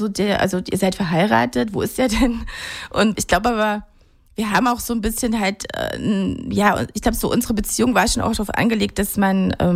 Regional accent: Germany

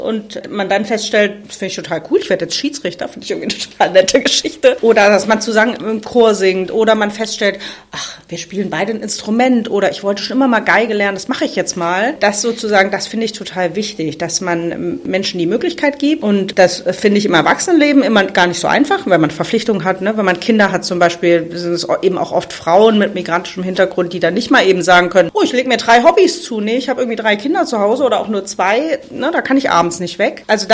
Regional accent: East Germany, Germany; Wo man als Ossi denkt, ernsthaft?

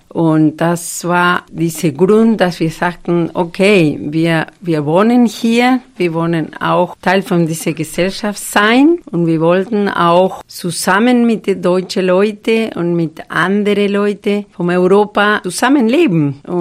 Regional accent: Argentina; German is a second language; weil ich komme aus Argentinien

